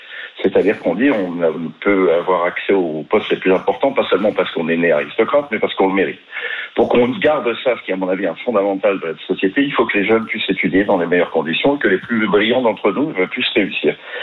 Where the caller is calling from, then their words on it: Paris, Île-de-France, France; C'est ça, j'habite à Paris dans le 17e. Je suis plutôt âgé puisque j'ai bientôt 63 ans.